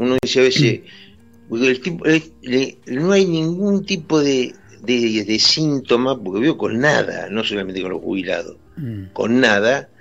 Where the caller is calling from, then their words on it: Rosario, Santa Fe, Argentina; Yo no me gusta el fútbol, y eso que soy rosarino, ¿eh?